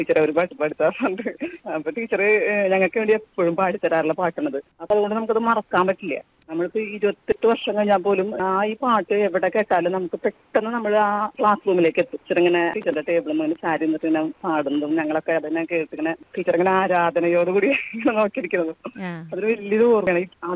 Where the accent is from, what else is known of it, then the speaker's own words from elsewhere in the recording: Anthikad, Kerala, India; കൊടുങ്ങല്ലൂരിനടുത്ത് എന്റെ നാട് അന്തിക്കാടാണ്.